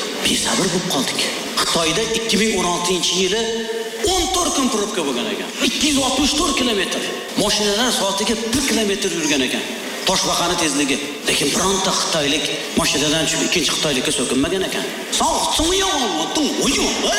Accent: Tashkent, Uzbekistan; Men ham Toshkentlikman, o'tib ketdi. Chista Toshkentlikman.

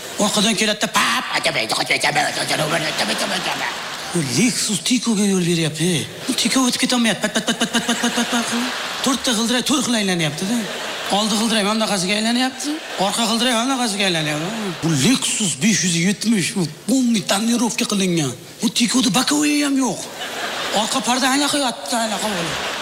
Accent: Chiroqchi, Qashqadaryo Region, Uzbekistan; Qashqadaryodanmisiz ham, Chiroqchidanman aka dedim.

